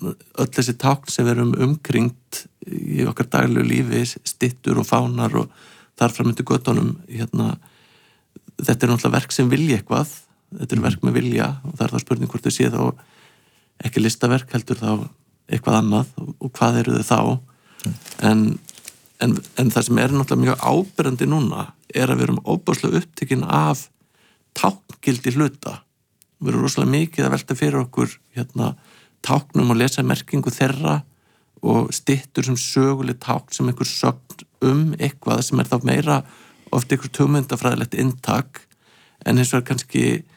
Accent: Hafnarfjörður, Capital Region, Iceland; Ég meni, ég er úr Hafnarfirði og ég manna að spennan í kringu 17. júni var að fara á kvöldskemmtunum

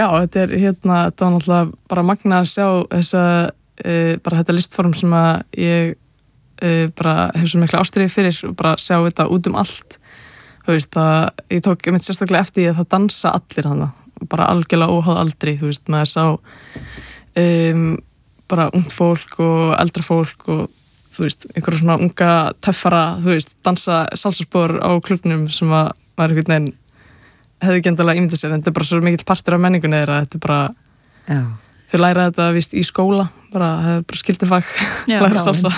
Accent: Capital Region, Iceland; Nei, ég er ættu að vestan ég úlst upp bara bara á höfbrukarsveðinu sko.

